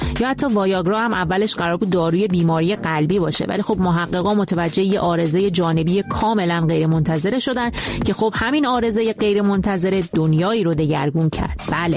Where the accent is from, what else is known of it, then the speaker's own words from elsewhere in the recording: Iran; بله ما ایرانی ها یه هدیه فرهنگی به کل دنیا دادیم